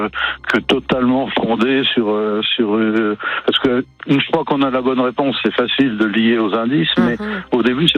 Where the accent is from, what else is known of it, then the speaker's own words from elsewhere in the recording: Grand Est, France; born there; now in Metz, France; je ne suis pas Moselle, j'habite en Moselle, mais je suis bien alsacien de naissance et régulièrement en Alsace d'ailleurs, une à deux fois par semaine.